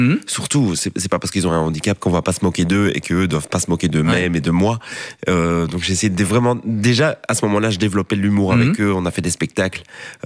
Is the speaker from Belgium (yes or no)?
yes; Ath, Wallonia, Belgium; accent: eastern Ath accent, close to Borinage; Mais non, moi je suis de Hatte. Mais Hatte, on a plusieurs accents. Hatte, l'accent de l'Est et l'accent de l'Ouest. Et moi, j'ai l'accent de l'Est. parce que le village de Mafle, d'où vient mon père, est très proche de Brugelette.